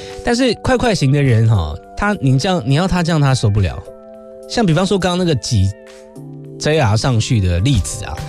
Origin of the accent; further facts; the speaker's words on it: Taipei, Taiwan; moved away as an adult; now in Tainan, Taiwan; 因为我算是台北人啦，以前小时候就是在台北生活了，那后来我真的是没有办法接受台北的快步调，后来又去台南生活